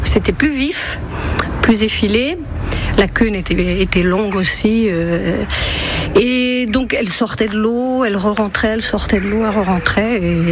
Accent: Brittany, France; Alors moi je ne suis pas originaire d'ici, je suis originaire du Finistère Nord

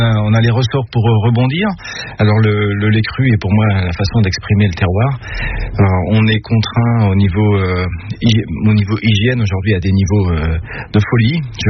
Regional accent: Normandy, France; On se mésestime souvent quand on est Normand

